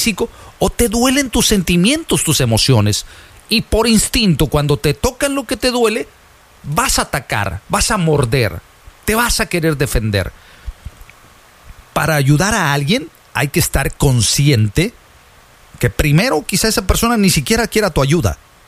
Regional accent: Tehuitzingo, Puebla, Mexico; Pico, esas personas de Puebla son mis vecinos. Yo soy de Tehuitzingo, brother.

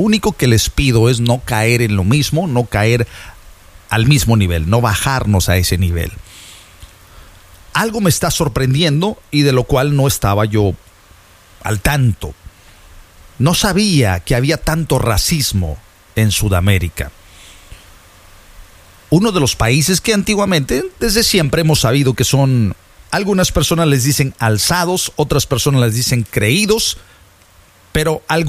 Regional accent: Mexico

